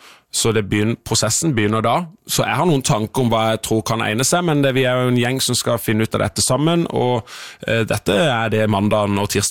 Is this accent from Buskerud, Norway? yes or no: no; Søgne, Agder, Norway; Vi hadde øvingstid i Søgne der jeg kommer fra.